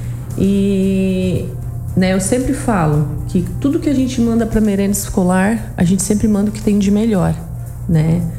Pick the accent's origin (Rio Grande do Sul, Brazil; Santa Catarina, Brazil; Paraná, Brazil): Santa Catarina, Brazil; Araranguá; now in Sombrio, Brazil; Eu digo que aqui é a minha cidade também, apesar que eu sou de Araranguá.